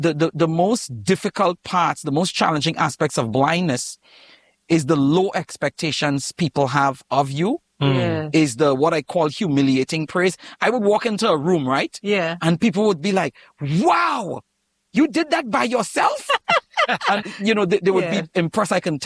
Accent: Trinidad & Tobago; born there; moved away; I was born in Trinidad, and people hear my accent

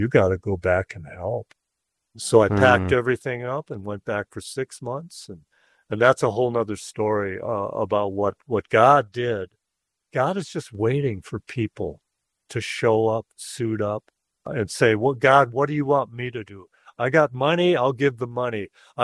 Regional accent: Texas, United States; it was cold. I'm from Texas. I got it made in Texas is the land of milk and money.

